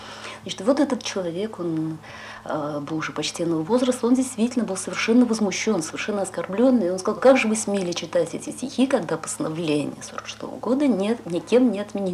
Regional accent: Moscow, Russia; хоть я урожденная москвичка и всю жизнь прожила в Москве

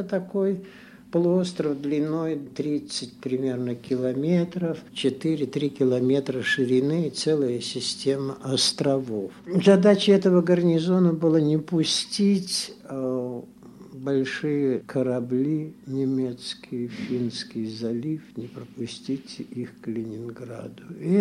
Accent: Ivanovo Oblast, Russia; moved away as an adult; also born or lived in Leningrad; now in Saint Petersburg, Russia; Я сам по рождению, это ведь не ленинградец. Я родился в Ивановской области, в 18 километрах от этого текстильного города, в деревне Клевнево, маленькой деревушке 6 домов. На речке Молохте, тоже очень маленькой, но студеной, никогда не замерзающей.

